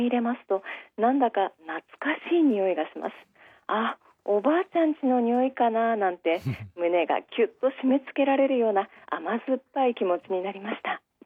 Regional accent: Hanamaki, Iwate, Japan; 今日はですね、岩手県内陸部、私の地元の花巻市にあります

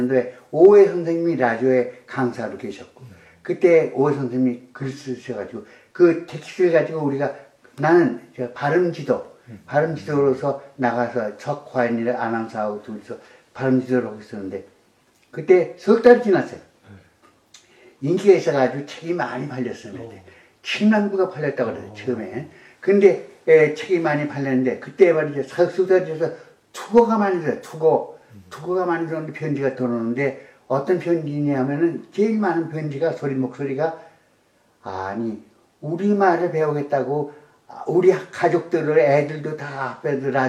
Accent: Seoul, South Korea; born there; 근데 내가 하는 나 서울 태생인데

